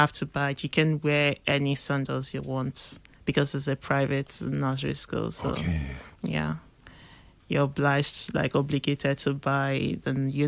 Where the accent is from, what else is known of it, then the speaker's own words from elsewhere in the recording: Italy; English is a second language; also born or lived in Benin City, Nigeria; I'm from Nigeria. I was born in Nigeria, Benin City, Edo State. And I grew up a bit in Italy.